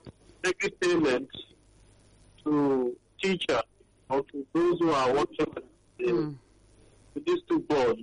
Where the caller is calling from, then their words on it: Ikeja, Lagos, Nigeria; From Ikeja.